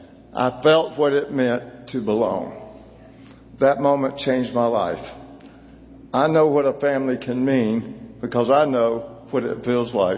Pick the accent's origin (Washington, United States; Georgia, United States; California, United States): Georgia, United States; Atlanta; I grew up in the Techwood Projects in Atlanta.